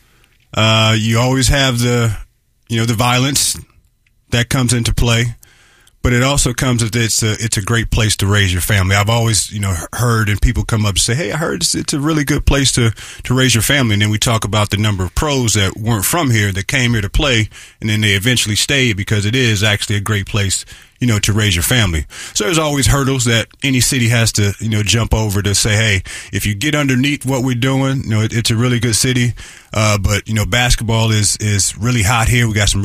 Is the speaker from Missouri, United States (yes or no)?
yes; St. Louis, Missouri, United States; I'm from St. Louis, so everywhere I go, we talk about St. Louis